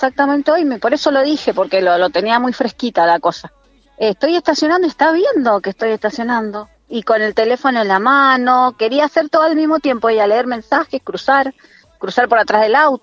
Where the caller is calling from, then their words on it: Las Heras, Mendoza, Argentina; De Las Heras.